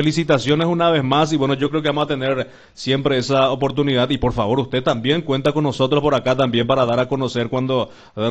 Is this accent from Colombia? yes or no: no; Paraguay; nosotros somos paraguayos, somos razas, hey.